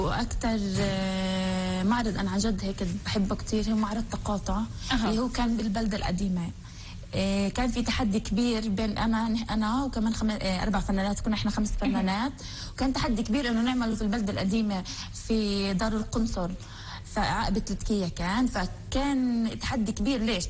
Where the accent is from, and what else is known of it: Palestine